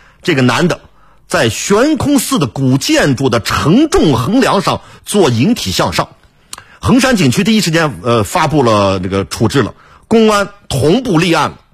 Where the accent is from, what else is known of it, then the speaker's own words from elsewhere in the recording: Ningxia, China; accent: Ningxia dialect; 在我们宁夏话里面啊